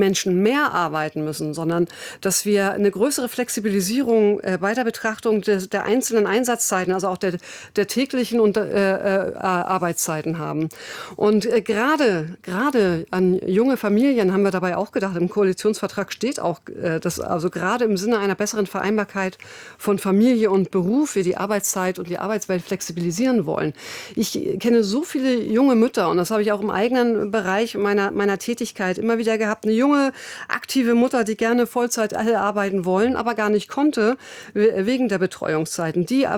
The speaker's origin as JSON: {"language": "German", "region": "Schleswig-Holstein", "country": "Germany", "said": "ich komme aus Schleswig-Holstein, da haben wir den Rechtsanspruch auf Ganztagskinderbetreuung"}